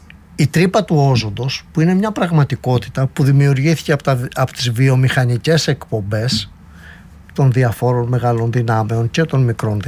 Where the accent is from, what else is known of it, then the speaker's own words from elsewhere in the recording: Peloponnese, Greece; Ναι, και εγώ από εκεί είμαι.